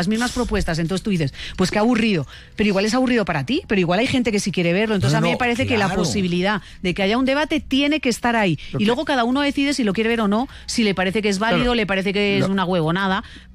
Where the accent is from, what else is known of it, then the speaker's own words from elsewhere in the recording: Spain; A mí, yo no puedo votar porque soy española, pero me gustaría verlos en un debate.